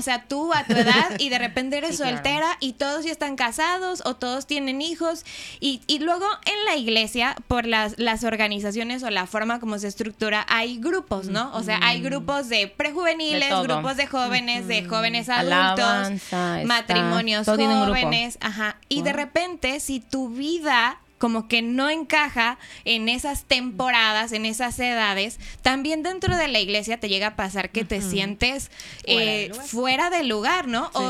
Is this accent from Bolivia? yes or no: no; Mexico City, Mexico; moved away as an adult; now in Mérida, Mexico; yo toda mi infancia, cuando crecí en Ciudad de México, yo fui hija de padres divorciados